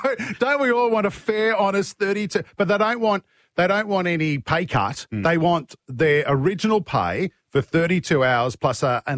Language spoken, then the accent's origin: English; Sydney, New South Wales, Australia; moved away as an adult; now in Queensland, Australia; I mean, I do work in Queensland, Leaves, but I'm from Sydney. I'm a Yagoona boy. Birron boys high.